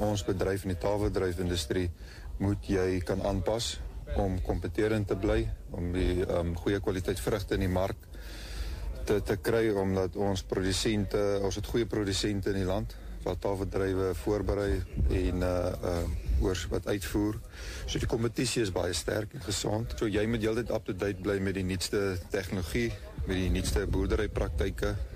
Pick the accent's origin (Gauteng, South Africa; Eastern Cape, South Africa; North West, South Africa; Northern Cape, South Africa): Northern Cape, South Africa; now in Western Cape, South Africa; So ek is oorspronklik van die Noord-Kaap. Die winters hier vir my is maar baie swaar omdat dit so koud en nat is. Daarbo is dit meer woestynklimaat waar dit bietjie weer meer droër is.